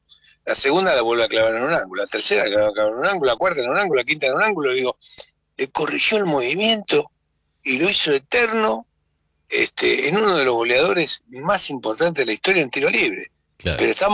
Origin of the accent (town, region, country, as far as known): Argentina